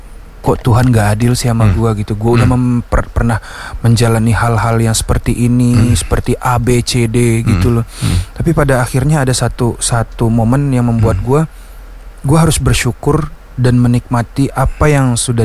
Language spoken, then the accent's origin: Indonesian; Padang, West Sumatra, Indonesia; also born or lived in Bukittinggi; Aslinya Padang.